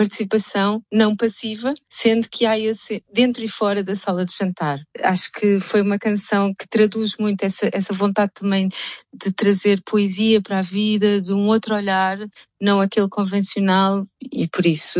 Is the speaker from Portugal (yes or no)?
yes; Lisbon, Portugal; moved away as an adult; also born or lived in Cape Verde / Angola / Mozambique / Brazil; como é que uma jovem lisboeta branca vai percebendo essas injustiças?